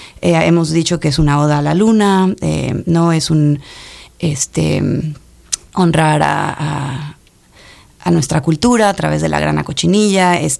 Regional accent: Salta, Argentina; Ay, mira, yo aquí traje tierra de Salta, de mi tierra. Una tierra roja maravillosa, que es una provincia argentina.

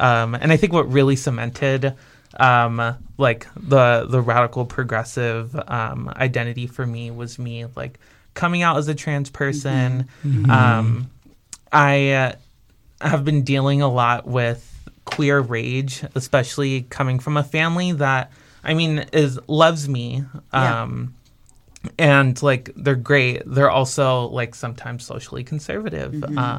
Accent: South Bay, Los Angeles, California, United States; moved away as an adult; now in Chicago, United States; I'm from the South Bay.

